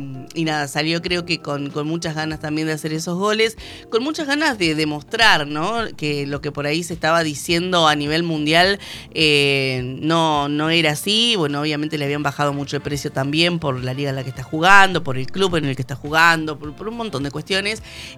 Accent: Argentina; los argentinos sabemos un montón de fútbol.

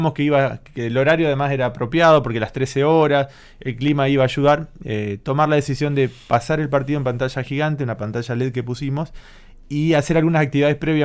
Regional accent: Argentina

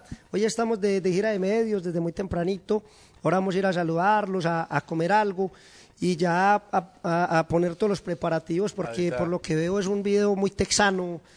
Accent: Colombia; mi tierra, Colombia.

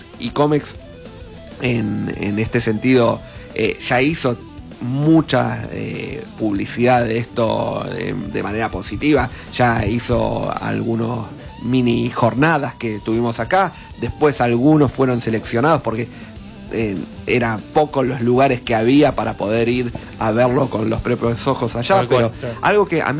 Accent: Buenos Aires, Argentina; now in La Pampa, Argentina; yo soy porteño, ustedes lo saben, nacido en Ciudad de Buenos Aires, pero ahora tengo juego para el equipo de La Pampa.

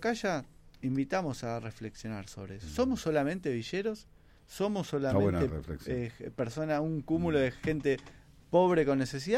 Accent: Quilmes, Buenos Aires Province, Argentina; Yo crecí en Villa Itatí, mi hermano, mi hermana

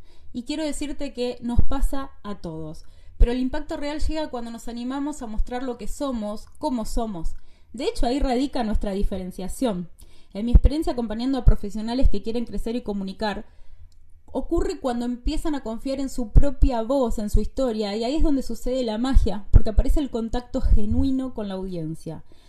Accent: Argentina; argentina, y estoy muy contenta de compartir este espacio con vos, desde cualquier parte del mundo donde me estés escuchando.

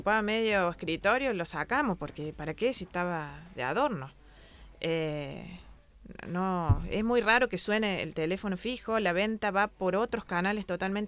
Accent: Argentina; vengo de Argentina.

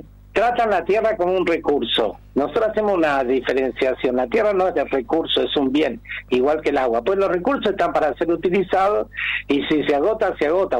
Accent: Argentina

